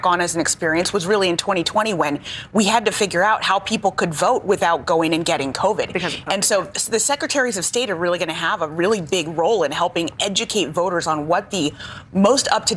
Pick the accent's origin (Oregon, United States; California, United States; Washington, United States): Oregon, United States; I grew up in Oregon.